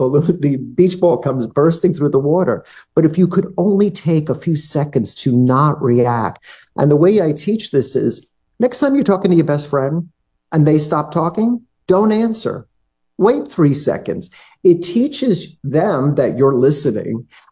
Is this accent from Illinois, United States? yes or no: no; Staten Island, New York, United States; from Staten Island.